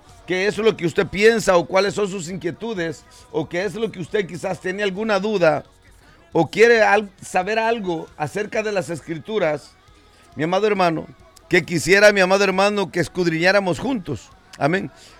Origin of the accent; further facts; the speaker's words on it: El Salvador; moved away; ahí en mi tierra sí, mi amado hermano, ahí en El Salvador sí celebra hoy el Día del Padre.